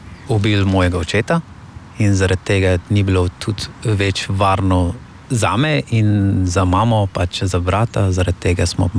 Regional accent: Afghanistan; Slovenian is a second language; now in Slovenia; prehajam iz Afganistana in sem 23 let star.

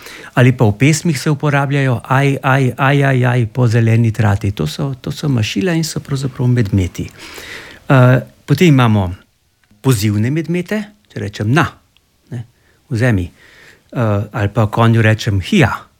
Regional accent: Ljubljana, Central Slovenia, Slovenia; Jaz sem, rojen sem v Tacnu, oziroma mladost se preživljal v Tacnu, pod Šmarno goro in tam je zraven teče reka Sava.

